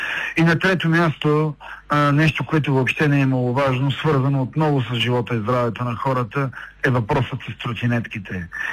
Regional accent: Plovdiv, Plovdiv Province, Bulgaria; аз съм повечето дни от седмицата съм в Пловдив, аз съм пловдивчанин и си обичам града

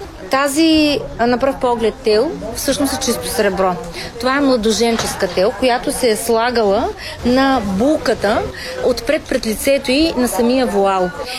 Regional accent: Dobruja, Bulgaria; за нас е важно и като добруджанци, и като българи да пазим християнските традиции

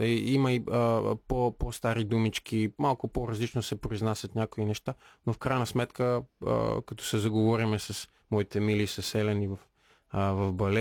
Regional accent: Veliko Tarnovo, Veliko Tarnovo Province, Bulgaria; moved away; Аз съм родом от Велико Търново, но рода на баща ми е от Видинско и по-точно от село Балей, където има много власи.

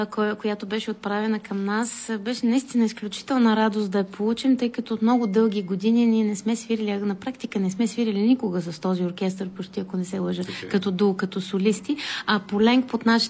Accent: Plovdiv, Plovdiv Province, Bulgaria; now in Sofia, Bulgaria; Да не говорим и факта, че аз съм бивша пловдивчанка, бивша, тъй като така се разви и моят творчески път и солист.

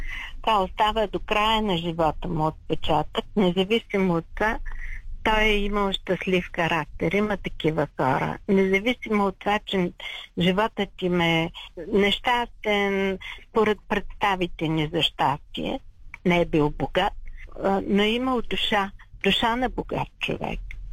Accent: Burgas, Burgas Province, Bulgaria; Аз много го обичам Бургаса, пак аз съм родена в Бургас.

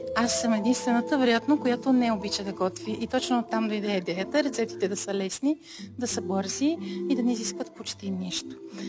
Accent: Sofia, Sofia City, Bulgaria; accent: Shop dialect; Аз съм шопкиня от София. Потеклото ми от 4 села, които имат съвсем различен диалект помежду си. Думи, които не съвпадат една с друга. Понякога не се разбира какво говорят едните, спрямо какво говорят другите. Но у дома се говори само на диалект. У дома книжовен език никога не е употребяван.

